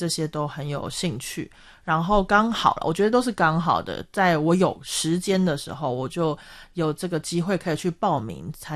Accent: Japan; Chinese is a second language; 对，然后我是一个日本人

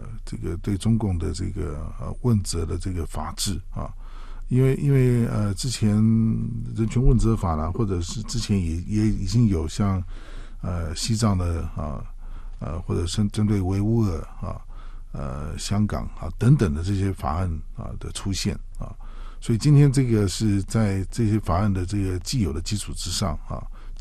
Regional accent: Taiwan

